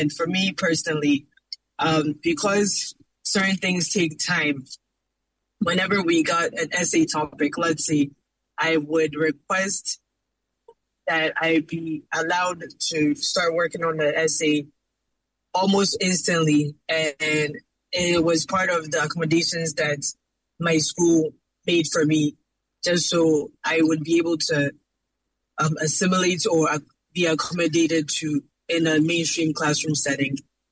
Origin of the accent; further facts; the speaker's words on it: Kumasi, Ashanti, Ghana; So my education started in Ghana. I was raised in Kumasi.